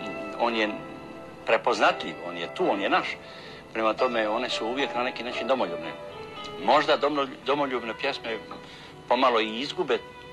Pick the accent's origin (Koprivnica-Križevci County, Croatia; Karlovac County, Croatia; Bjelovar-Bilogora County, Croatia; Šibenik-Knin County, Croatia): Šibenik-Knin County, Croatia; Šibenik; Ja sam eto iz Dalmacije, iz Šibenika, tamo se zaista puno pjeva, znaš što, te dalmatinske narodne pjesme.